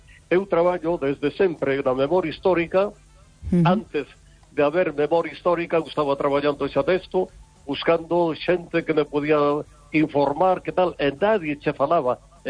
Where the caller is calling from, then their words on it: Vigo, Galicia, Spain; Sí, vamos a ver